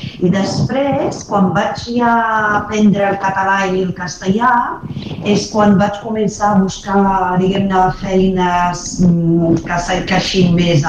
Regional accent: Morocco; first language Arabic; Catalan is a second language; moved away as an adult; now in Catalonia, Spain; he vingut del Marroc parlant àrab i francès, perquè estudiem tota la vida en francès, bilingüe

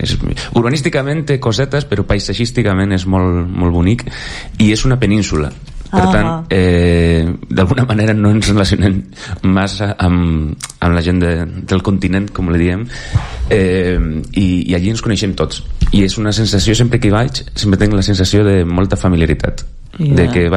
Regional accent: O Grove, Galicia, Spain; moved away as an adult; also born or lived in Santiago de Compostela / London; now in Barcelona, Spain; Jo soc d'un poble petit de costa que es diu Ogrove, a la província de Pontevedra. Som 10.000 habitants, més o menys. I està el que es diu les Ries Baixes.

